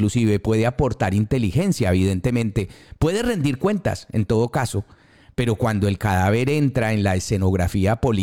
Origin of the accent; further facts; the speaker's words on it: Colombia; deberíamos ser extraordinariamente cuidadosos como colombianos con la simbología de la muerte